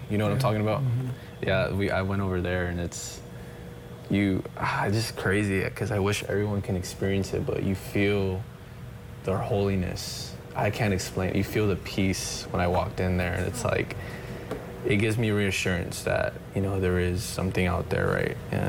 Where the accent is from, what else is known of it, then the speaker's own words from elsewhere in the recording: San Antonio, Texas, United States; asked me where I'm from. I said, I'm from San Antonio.